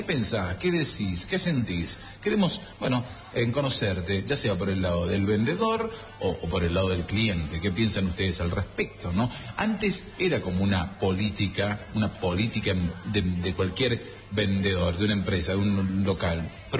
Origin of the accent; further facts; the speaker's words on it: Malargüe, Mendoza, Argentina; Saludos a mi familia de San Rafael, soy de Malargue.